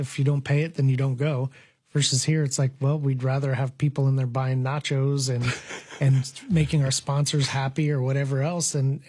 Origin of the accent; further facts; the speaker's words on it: South Africa; I'm from South Africa. This has always been my thing.